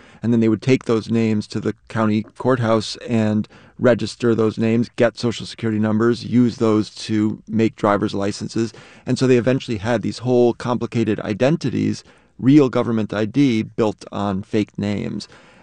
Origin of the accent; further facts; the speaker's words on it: New York, United States; I was raised mostly in Harlem